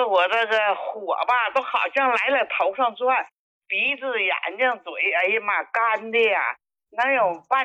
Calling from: Shenyang, Liaoning, China; 我是沈阳的。

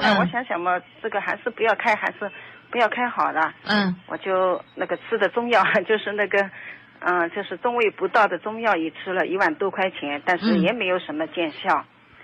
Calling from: Wuxi, Jiangsu, China; 我是无锡的嘛

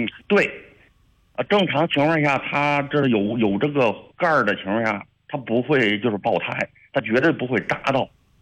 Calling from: Shijiazhuang, Hebei, China; 我是石家庄这边开车去那个郑州新密去办事，

